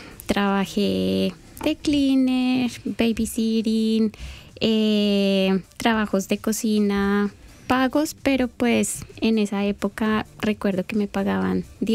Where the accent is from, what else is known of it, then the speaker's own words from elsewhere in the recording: Colombia; moved away; cuando yo llegué aquí, no había la comunidad tan grande como la hay ahora. De hecho, yo decía, soy colombiana